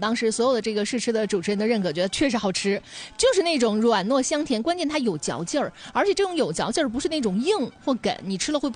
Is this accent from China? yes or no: yes; Northeast China, China; 咱们东北人要吃米啊